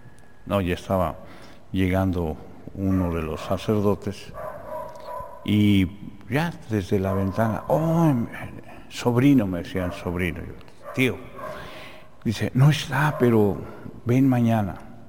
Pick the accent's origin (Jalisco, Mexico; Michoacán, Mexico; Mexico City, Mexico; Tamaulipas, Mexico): Mexico City, Mexico; born there; por ahí está también la colonia donde yo nací